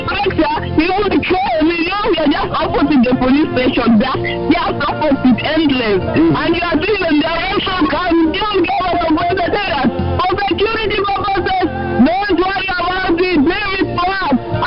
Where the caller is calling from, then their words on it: Thika, Kiambu County, Kenya; Yes, I'm calling you from Mount Kenya University, Thika, main campus here in Thika.